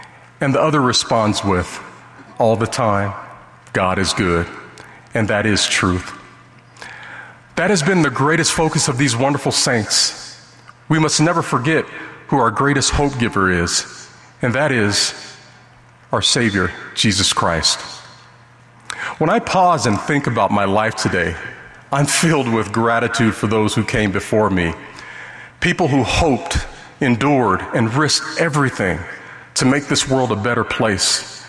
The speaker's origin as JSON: {"language": "English", "town": "Las Vegas", "region": "Nevada", "country": "United States", "tie": "born or raised there"}